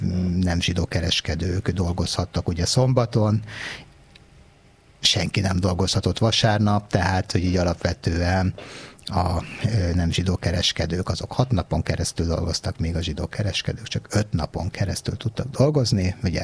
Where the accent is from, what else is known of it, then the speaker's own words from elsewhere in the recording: Hungary; itt élünk Magyarországon és magyarok vagyunk